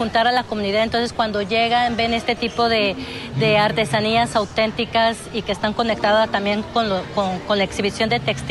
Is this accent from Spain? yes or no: no; Mexico; now in Australia; ir a visitar a la familia y todo, tomar energías de mi tierra